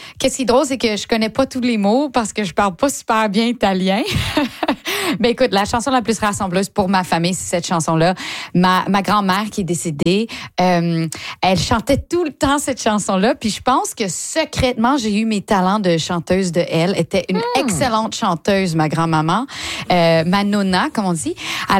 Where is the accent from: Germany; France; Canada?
Canada; Ottawa, Ontario; moved away; à chaque fois que je suis à la maison à Ottawa avec ma famille